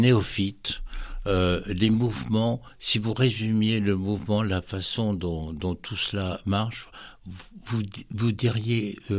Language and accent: French; Bourgogne-Franche-Comté, France; on est jurassien